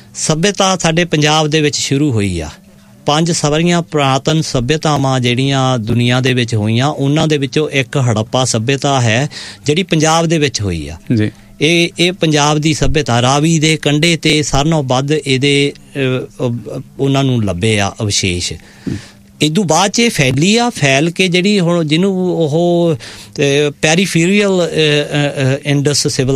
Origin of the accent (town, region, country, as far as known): Punjab, India